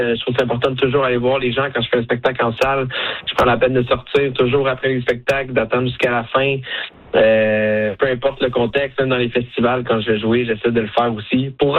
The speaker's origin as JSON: {"language": "French", "region": "Quebec", "country": "Canada", "first_language": "French", "said": "moi, je viens du Québec. J'ai décidé de faire de la musique country en français parce que ben c'est ma langue maternelle"}